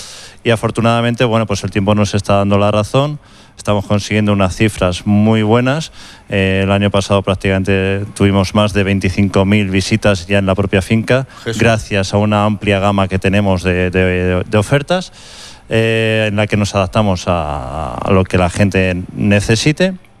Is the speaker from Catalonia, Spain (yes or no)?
no; Albacete, Castilla-La Mancha, Spain